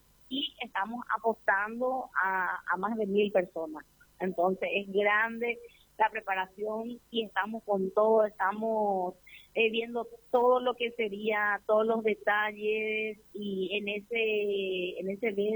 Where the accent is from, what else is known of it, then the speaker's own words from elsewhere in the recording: Paraguay; lo que nos caracteriza como paraguayos